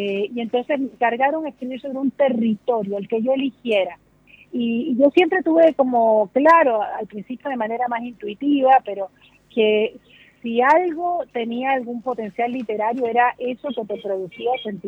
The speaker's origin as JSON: {"language": "Spanish", "region": "Caribbean Region", "country": "Colombia", "tie": "born or raised there", "said": "mujeres que o trabajaron en mi casa de chica, que en Colombia eso también era bastante, o es, en el Caribe sobre todo"}